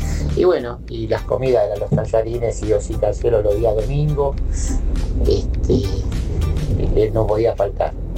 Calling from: Muñiz, Buenos Aires Province, Argentina

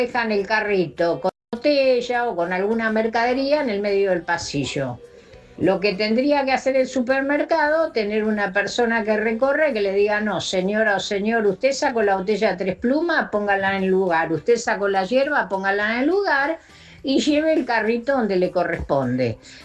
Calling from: Tapiales, Buenos Aires Province, Argentina; Hola chicos … de Tapiales.

